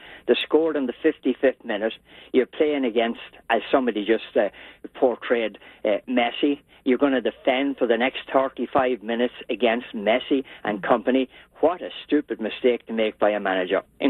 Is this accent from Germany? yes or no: no; Ireland; Great, yeah, I'm Irish. I don't understand that.